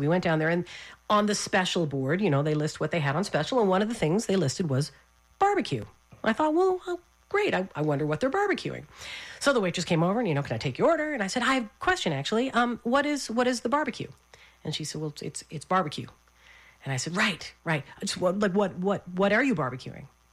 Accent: Newfoundland and Labrador, Canada; I remember growing up in Newfoundland, maybe in Canada.

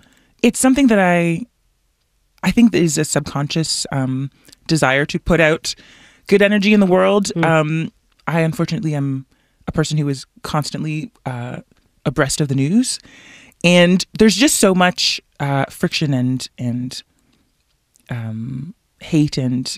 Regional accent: Toronto, Ontario, Canada; growing up in Toronto as a first generation Canadian

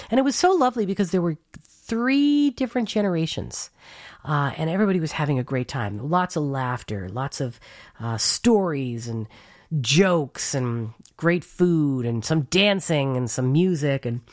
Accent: Newfoundland and Labrador, Canada; moved away; a couple of the shows were done from Newfoundland. You might have heard my accent.

